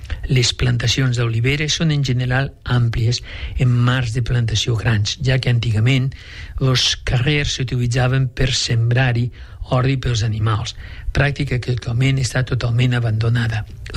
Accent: Aragon, Spain; quan dic la sort de criar-me a poble, al de fora, com diuen nantros, doncs m'he criat en la Franja

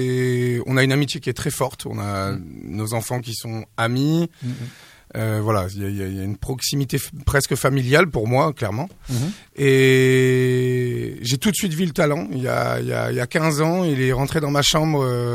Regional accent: Auvergne-Rhône-Alpes, France; now in Capbreton, France; Moi, j'ai grandi en Auvergne et ça fait des années que je suis là.

